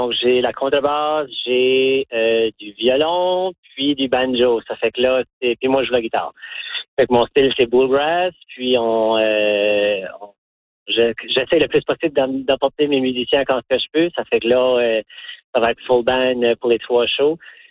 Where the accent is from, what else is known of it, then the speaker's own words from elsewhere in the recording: Memramcook, New Brunswick, Canada; Moi, j'ai grandi à Memram Cook